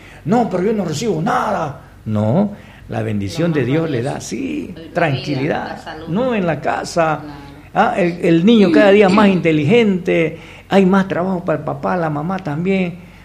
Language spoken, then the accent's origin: Spanish; Trinidad, Beni, Bolivia; Esos somos los trinitarios, esos somos los venianos, esos somos los bolivianos.